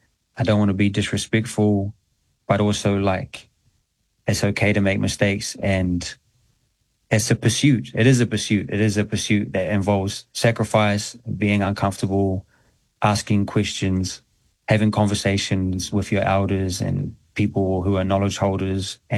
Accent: New Zealand; I always, I look back at my childhood growing up in New Zealand

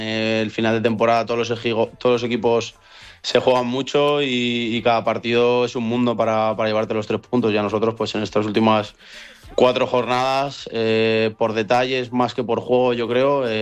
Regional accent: Madrid, Community of Madrid, Spain; de aquí, de Madrid, porque los dos somos de Madrid, hemos estudiado en el mismo colegio

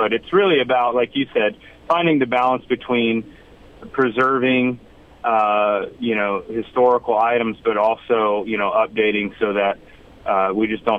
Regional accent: North Canton, Ohio, United States; moved away as an adult; now in Fort Worth, United States; Yeah, I'm North Canton, Ohio, originally, and grew up there, graduated from the University of Akron, played collegiate golf there, and then I've been in Fort Worth since 2005.

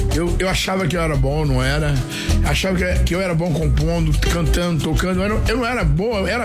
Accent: Belo Horizonte, Minas Gerais, Brazil; Eu sou mineiro de Belo Horizonte.

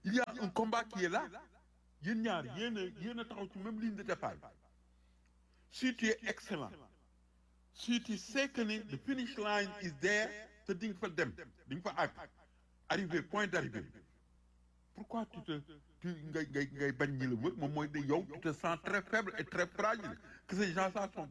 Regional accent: Senegal; En tant que Sénégalais

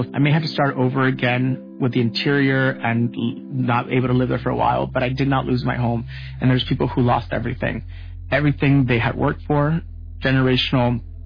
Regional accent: Los Angeles, California, United States; born or raised there

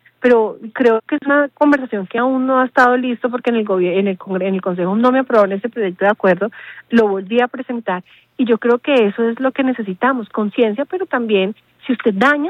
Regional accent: Bogotá, Colombia; los que perdemos somos todos los bogotanos.

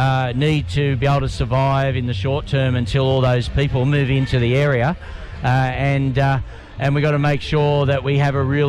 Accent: Woy Woy, New South Wales, Australia; I grew up in Woi Woi

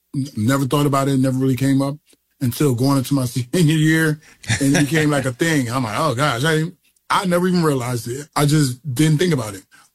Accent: New Jersey, United States; So, like, I grew up in South Jersey, so we were a Reggie White fan.

